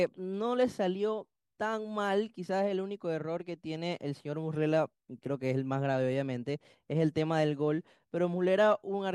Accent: Panama; somos panameños

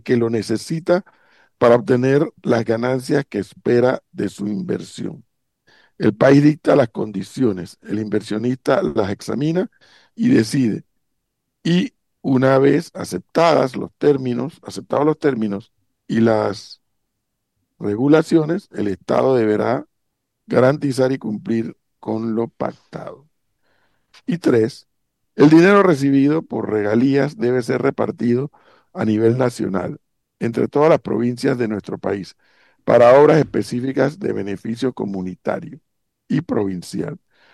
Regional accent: Panama; Yo como un panameño más

